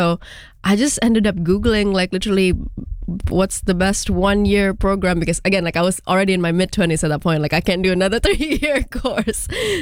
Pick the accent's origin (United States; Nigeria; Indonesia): Indonesia; moved away as an adult; now in United Kingdom; I did my bachelor's degree in communications back in Indonesia. I've lived a life there. I grew up there my whole life, never really kind of like moved anywhere else.